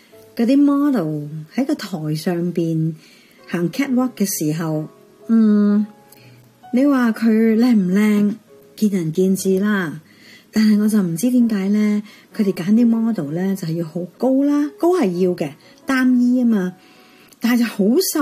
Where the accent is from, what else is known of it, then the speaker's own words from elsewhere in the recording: China; 即是我们中国人的灯笼呢，那么整个假那样，那你告诉我怎么穿出街呢，不行的嘛。